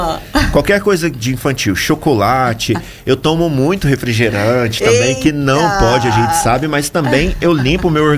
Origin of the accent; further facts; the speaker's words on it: Jataí, Goiás, Brazil; moved away; eu que sou de Jataí